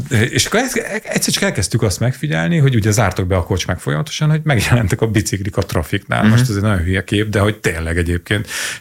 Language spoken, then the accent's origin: Hungarian; Hungary; now in Budapest, Hungary; én vidéki vagyok.